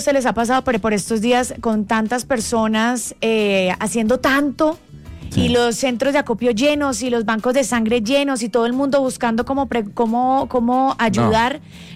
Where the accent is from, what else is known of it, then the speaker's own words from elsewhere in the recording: Cali, Valle del Cauca, Colombia; Total, yo soy caleña y en Cali hemos tenido muchas situaciones muy complicadas